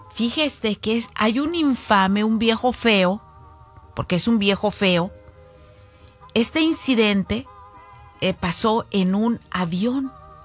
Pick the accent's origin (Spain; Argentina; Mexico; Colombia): Mexico; Jalisco; así como yo soy jalisciense